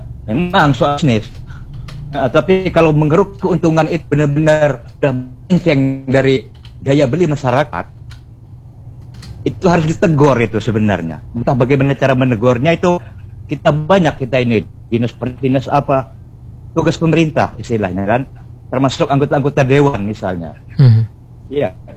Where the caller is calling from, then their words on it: Bangka Belitung Islands, Indonesia; Saya juga sebagai orang Bangka